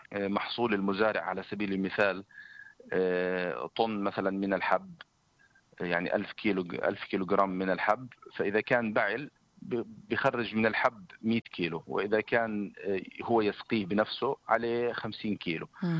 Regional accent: Palestine; عندنا في فلسطين

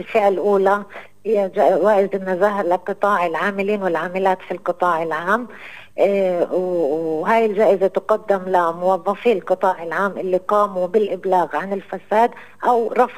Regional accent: Palestine; احنا كشعب فلسطيني

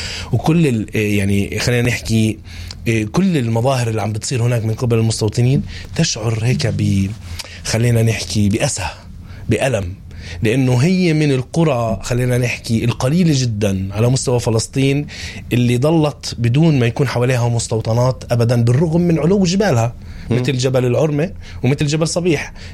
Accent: Beita, West Bank, Palestine; يعني بلدي، قريتي، المكان اللي ربيت فيه والمكان اللي درست فيه، خلصت فيه المدرسة، المرحلة الدراسية كاملة.

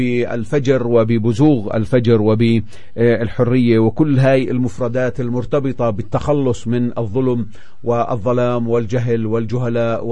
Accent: Palestine; احنا اليوم كفلسطينية

